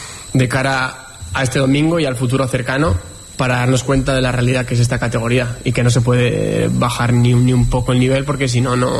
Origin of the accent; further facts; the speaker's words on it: Basque Country, Spain; encima yo soy de aquí, de Euskadi